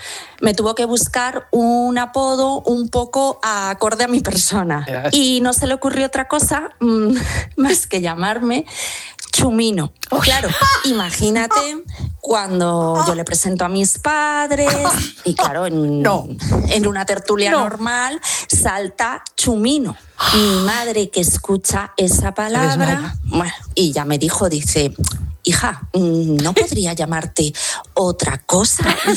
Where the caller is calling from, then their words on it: Madrid, Community of Madrid, Spain; Yo soy de Madrid y mi marido es de Cádiz.